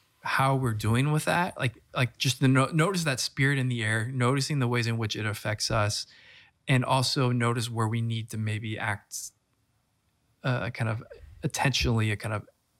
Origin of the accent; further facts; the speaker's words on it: California, United States; I'm from Southern California where there's a high sort of emphasis on being cool, like not cool, but like being like chill and kind of informality and casualness. And I kind of grew up in that.